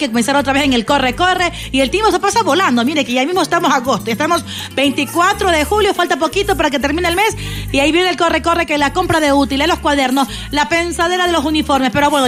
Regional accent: Manabí, Ecuador; now in Loja, Ecuador; yo la próxima semana quizás me pegue un viajecito ya por mi tierra, Manabí

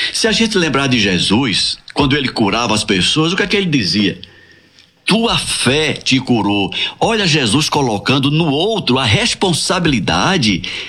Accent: Northeast Region, Brazil; moved away; eu, como nordestino, ouvia muito, né, lá no Nordeste, essa frase

